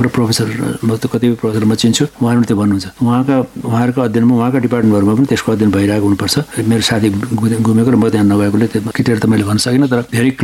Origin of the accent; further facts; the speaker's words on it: Bhojpur, Koshi Province, Nepal; अलि पूर्व अझैतिर मेरो घर भोजपुर हो